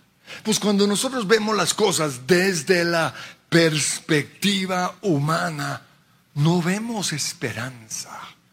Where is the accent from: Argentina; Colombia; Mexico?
Colombia; Y nosotros como colombianos nos preguntamos, pero ¿qué es Colombia ante las otras naciones del mundo?